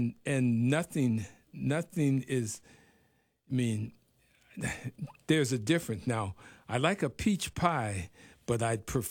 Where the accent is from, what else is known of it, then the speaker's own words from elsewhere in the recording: Birmingham, Alabama, United States; born there; No, but I was born in Birmingham, Alabama.